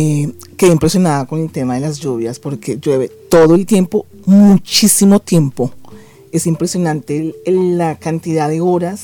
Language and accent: Spanish; Bogotá, Colombia; cuando uno ha vivido en Bogotá, cuando yo nací y crecí en Bogotá